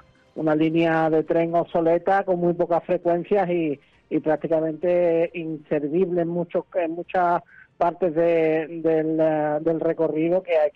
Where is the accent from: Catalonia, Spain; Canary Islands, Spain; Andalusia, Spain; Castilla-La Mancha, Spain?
Andalusia, Spain; Ronda; Digo, yo soy de Ronda y es que no os imagináis cómo ya afecta ese tema de la vivienda